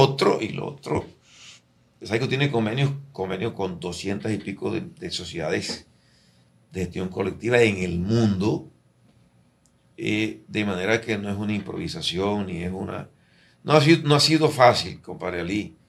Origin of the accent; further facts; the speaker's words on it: Colombia; Somos unos colombianos que lo que hacemos es esto.